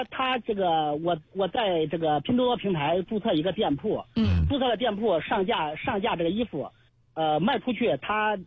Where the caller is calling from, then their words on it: Zhengzhou, Henan, China; 我是郑州这边的。